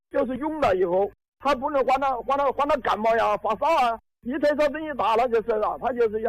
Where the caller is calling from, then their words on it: Tianmen, Hubei, China; 我是天门的，天门是坡墙镇，